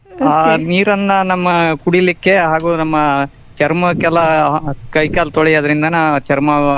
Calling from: Karnataka, India; ಬಂಜೆಗರ ಸಮಾಜದವರೆಲ್ಲ ಸೇವಲಾಲ್ ಗುರುಗಳಾದ ಒಂದು ಜನ್ಮಸ್ಥಳ ಇರತಕ್ಕಂತ ನಮ್ಮ ನ್ಯಾಮತಿ ತಾಲೂಕು

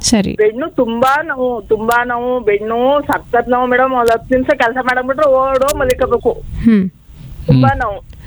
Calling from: Mysore, Karnataka, India; ಮೈಸೂರಿಂದ.

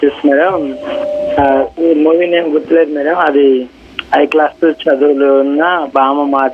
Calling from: Markapuram, Andhra Pradesh, India; Markapuram

